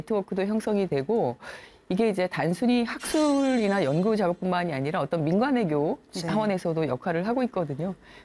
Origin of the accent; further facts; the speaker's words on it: South Korea; 제가 이제 한국인 학자긴 하지만